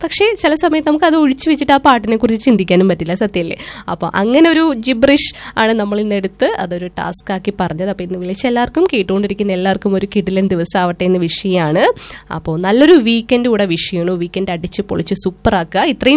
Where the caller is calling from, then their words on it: Kinassery, Kerala, India; കിനാശ്ശേരി നിന്ന്.